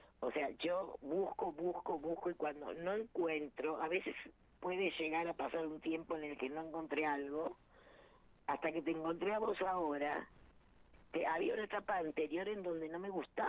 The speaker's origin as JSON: {"language": "Spanish", "town": "Lanús", "region": "Buenos Aires Province", "country": "Argentina", "tie": "born or raised there", "said": "Toda la vida estoy acá, sí, acá me dejó la cigüeña y acá, te juro que la cigüeña me dejó acá."}